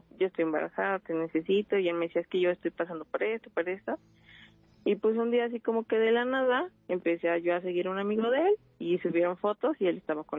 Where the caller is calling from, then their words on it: Zumpango, State of Mexico, Mexico; Yo soy de Zumpango y te escucho desde los 11 años